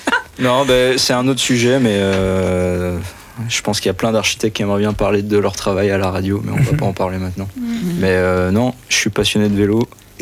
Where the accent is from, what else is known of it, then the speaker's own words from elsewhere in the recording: France; moved away as an adult; now in Belgium; Non, je suis français.